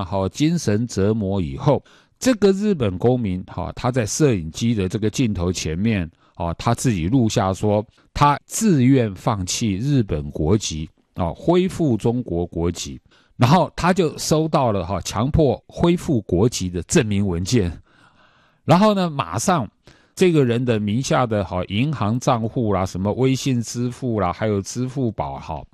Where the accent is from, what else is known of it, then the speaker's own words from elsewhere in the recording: Taiwan; 它会对我们台湾人民的风险是一样大的